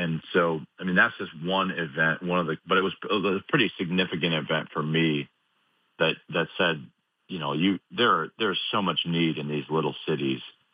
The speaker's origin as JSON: {"language": "English", "town": "Chicago", "region": "Illinois", "country": "United States", "tie": "born or raised there", "also_born_or_lived": "Raleigh, North Carolina", "moved": "yes", "lives_now": "York, United States"}